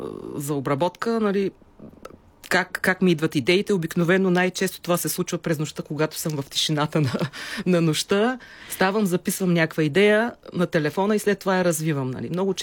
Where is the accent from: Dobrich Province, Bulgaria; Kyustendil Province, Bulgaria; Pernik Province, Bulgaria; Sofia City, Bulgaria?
Dobrich Province, Bulgaria; Shabla; аз съм родом от Шабло, аз съм израснала на морето, то е изцяло в мен.